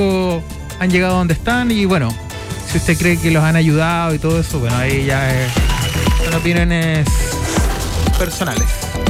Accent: Chile; cosa que tenemos que aprender mucho de ellos como chilenos.

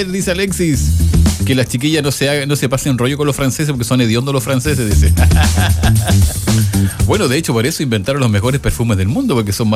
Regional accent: Chile; somos mejores los chilenos que los franceses.

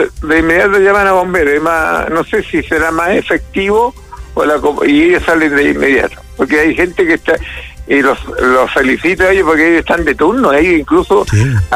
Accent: Chile; los chilenos también son trabajólicos, pero a veces nos quedamos un poquito

